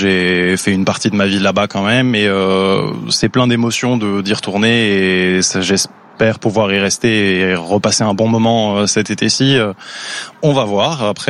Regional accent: Luxembourg; Oui, c'est ça. Je suis parti à 5h du matin ce matin de Luxembourg.

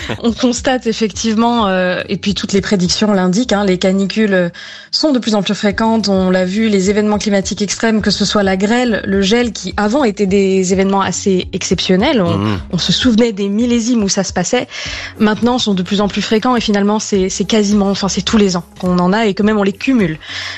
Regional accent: Bordeaux, Nouvelle-Aquitaine, France; Bordeaux aussi, qui est ma région d'origine.

